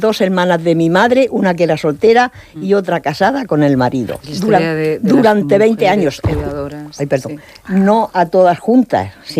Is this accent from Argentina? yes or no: no; Cartagena, Region of Murcia, Spain; moved away as an adult; now in Murcia, Spain; hace 20 años que soy de Cartagena, me vine de Cartagena a Murcia porque mis hijos ya terminaron sus carreras, se casaron en Murcia, vivían en Murcia